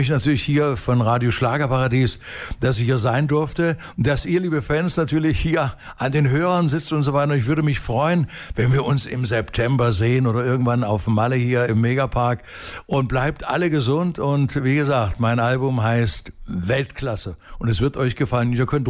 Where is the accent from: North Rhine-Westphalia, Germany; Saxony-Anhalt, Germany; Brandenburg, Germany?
Saxony-Anhalt, Germany; Magdeburg; ich komme ja aus Magdeburg